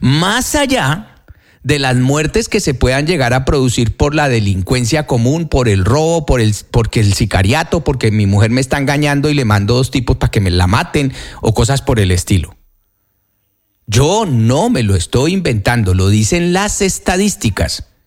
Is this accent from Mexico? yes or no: no; Colombia; yo no tengo que hacer aquí mucho esfuerzo para explicarle cómo somos los colombianos.